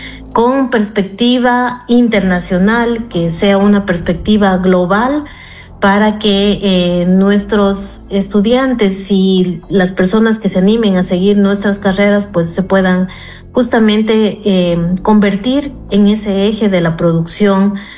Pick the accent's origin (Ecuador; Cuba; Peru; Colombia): Ecuador; nosotros como ecuatorianos